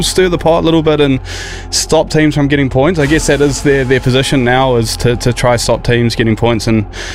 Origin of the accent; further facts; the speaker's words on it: Waikato, New Zealand; moved away; Stoked that we're now broadcasting in my hometown.